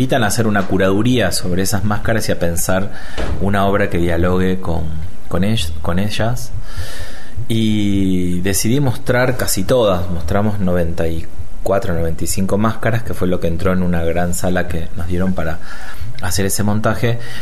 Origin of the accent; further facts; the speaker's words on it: Rosario, Santa Fe, Argentina; cierta tradición que como rosarino me llega mucho